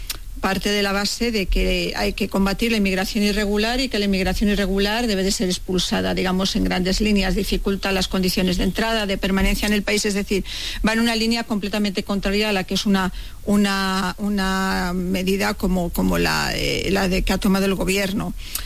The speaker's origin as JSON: {"language": "Spanish", "country": "Spain", "said": "Yo como española, pues lo que quiero es que ante una crisis de esta todo el mundo cierre filas en torno a mi país"}